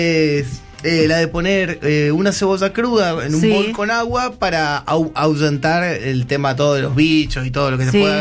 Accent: Posadas, Misiones, Argentina; moved away; yo que vengo de Posadas Misiones

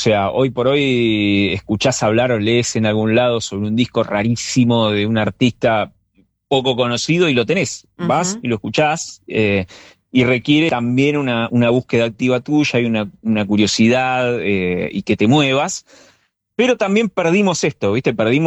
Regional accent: Buenos Aires Province, Argentina; Yo, mirá, soy del conurbano de Zona Sur y éramos muy cabeza de tacho con el tema de, viste, el rock.

